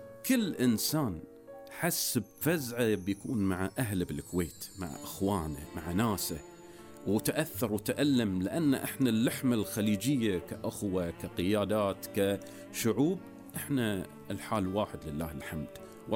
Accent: Bahrain; حبا من ابن البحرين لأهلنا في الكويت، أن احنا معاكم كبحرينيين، كخليجيين،

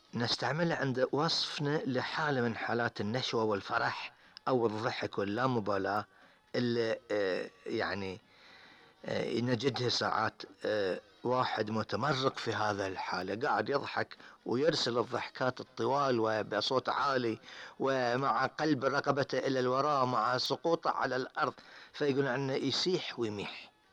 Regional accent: Bahrain; والعامة عندنا في البحرين يقولون عن نبع الماء الجاري على سطح الأرض السيح.

